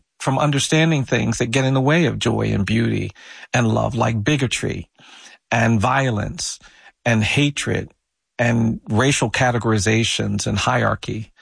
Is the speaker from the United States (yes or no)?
yes; United States